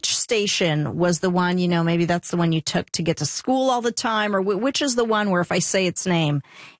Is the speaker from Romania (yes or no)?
no; Montreal, Quebec, Canada; I'm born and raised in the East End